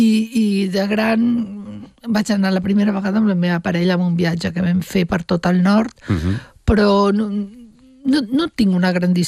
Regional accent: Catalonia, Spain; accent: Catalan; jo quan surto tinc accent català, quan

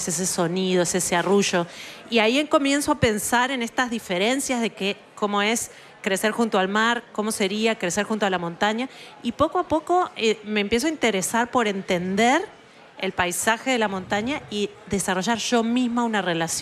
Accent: Uruguay; moved away as an adult; now in Bogotá, Colombia; Yo soy uruguaya, pero vivo hace 10 años en Bogotá. Bogotá es una ciudad en altura que queda en un valle rodeado de montañas. Y yo vengo de una ciudad sin montañas, sin ninguna elevación, de un país sin ninguna elevación

